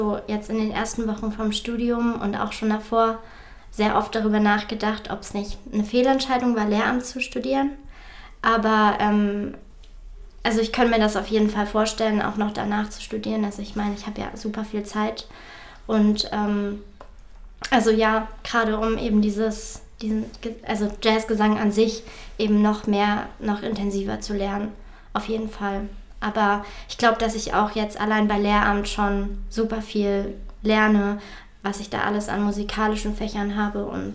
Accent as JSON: {"language": "German", "town": "Jena", "region": "Thuringia", "country": "Germany", "tie": "born or raised there", "moved": "as an adult", "lives_now": "Leipzig, Germany", "said": "ich komme aus Jena und bin jetzt 20 Jahre alt. Ich habe in Jena mein Abitur gemacht, 2021, am christlichen Gymnasium. Und jetzt habe ich dieses Jahr in Leipzig angefangen zu studieren."}